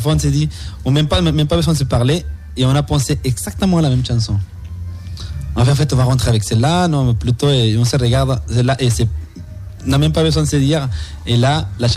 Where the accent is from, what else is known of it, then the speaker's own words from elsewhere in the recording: Venezuela; moved away as an adult; now in France; Moi, je suis originaire du Venezuela, oui, tout à fait.